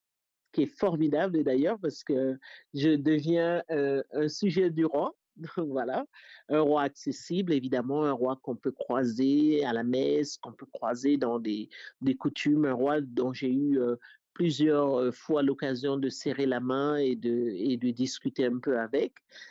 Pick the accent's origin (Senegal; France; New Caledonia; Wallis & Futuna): Wallis & Futuna; mais qui reste encore ancré chez nous à Wallis et Futuna.